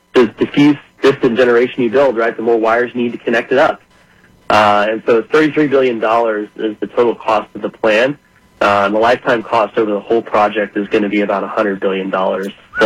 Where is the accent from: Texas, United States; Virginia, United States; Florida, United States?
Texas, United States; Midland; West Texas, where I grew up in Midland.